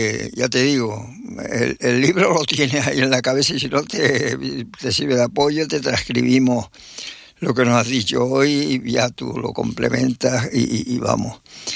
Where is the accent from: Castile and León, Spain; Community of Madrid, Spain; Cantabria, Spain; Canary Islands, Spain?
Canary Islands, Spain; Lanzarote; born there; Yo nací en Lanzarote